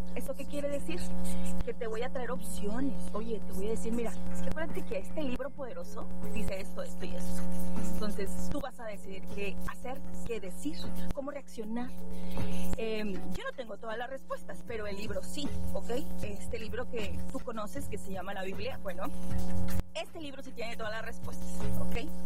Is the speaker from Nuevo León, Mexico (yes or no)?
yes; Monterrey, Nuevo León, Mexico; yo soy regia. Sí, yo soy regia.